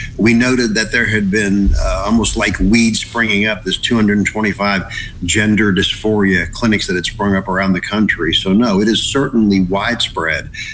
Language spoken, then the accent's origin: English; Alabama, United States; now in Washington, United States; But my home state is Alabama, and we were one of the first.